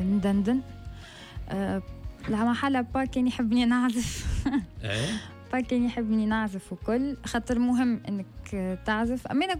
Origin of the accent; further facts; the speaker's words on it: Monastir, Tunisia; born there; also born or lived in Jeddah, Saudi Arabia / Testour, Tunisia; كبرت بين تستور ومستير.